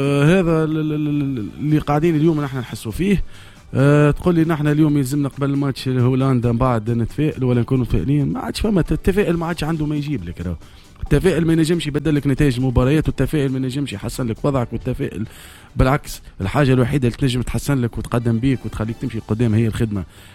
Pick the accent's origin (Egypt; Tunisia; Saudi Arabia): Tunisia; also born or lived in Morocco; نحن كتوانسه يمسنا في كرامتنا،